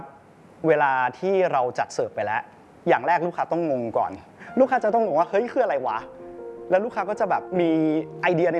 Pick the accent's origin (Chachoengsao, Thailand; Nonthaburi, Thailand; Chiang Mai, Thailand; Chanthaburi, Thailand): Chiang Mai, Thailand; born or raised there